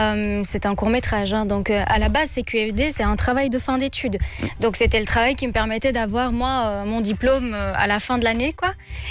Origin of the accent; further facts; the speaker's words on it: Belgium; on est belge. On a des nationalités, il y en a qui ont grandi en Belgique, qui sont nés en Belgique, enfin voilà, on vient de partout de l'Occident, et puis en fait on a des racines maghrébines